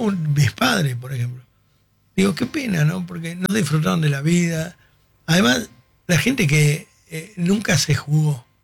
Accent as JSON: {"language": "Spanish", "country": "Argentina", "said": "Tenemos un país bárbaro. Yo cuando era chico, este país era el granero del mundo."}